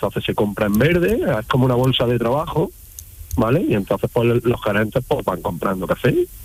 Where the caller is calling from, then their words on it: La Guardia de Jaén, Andalusia, Spain; Yo vivo en Jaén Capital, bueno, en La Guardia, en la carretera de La Yuca.